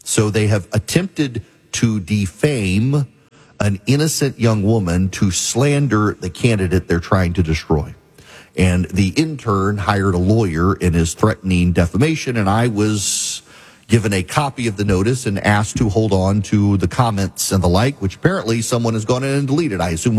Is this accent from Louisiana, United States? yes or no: yes; Louisiana, United States; born or raised there